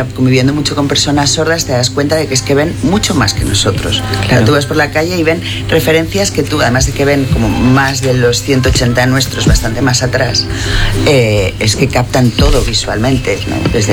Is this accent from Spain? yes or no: yes; Catalonia, Spain; Y me pregunta, ¿de dónde eres? Y contesto, catalana. Y me dice que no, no, tú no eres catalana. Tú eres española.